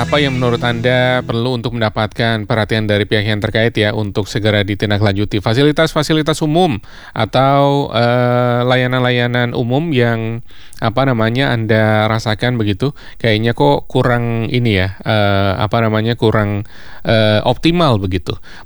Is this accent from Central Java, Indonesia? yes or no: yes; Brebes, Central Java, Indonesia; ini orang-orang Brebes ini, saya nih, daerah saya nih, penghasil bawang merah ya.